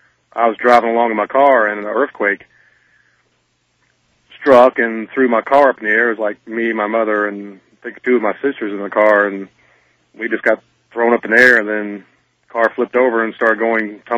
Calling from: Memphis, Tennessee, United States; in Memphis, Tennessee.

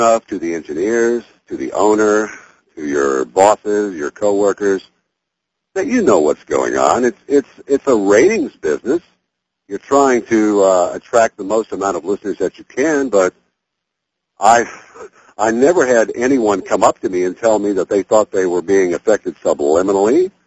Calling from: Hampton, Virginia, United States; I'm calling from Hampton, Virginia.

